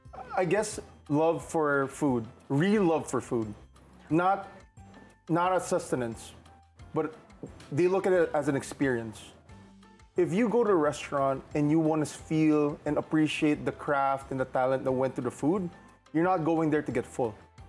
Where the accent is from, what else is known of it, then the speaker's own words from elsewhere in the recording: Philippines; moved away; also born or lived in New York; growing up in the Philippines, we were eating like whatever lutong bahay was at the house.